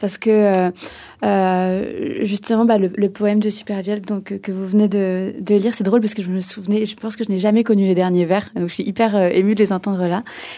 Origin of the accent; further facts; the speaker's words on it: Poitiers, Nouvelle-Aquitaine, France; moved away as an adult; also born or lived in Djibouti; now in Paris, France; Je suis franco-djiboutienne, j'ai grandi à Djibouti jusqu'à mes 6 ans du coup, et ensuite j'ai grandi à Poitiers, et puis là je suis à Paris